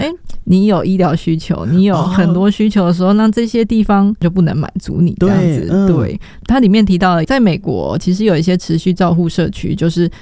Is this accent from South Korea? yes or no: no; southern Taiwan, Taiwan; 比如说我退休之后 我是南部人嘛，我想说啊，我要搬回我家那边去住这样子。